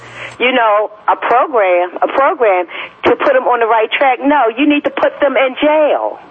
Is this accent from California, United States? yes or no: no; Baltimore, Maryland, United States; When I was a kid coming up in Baltimore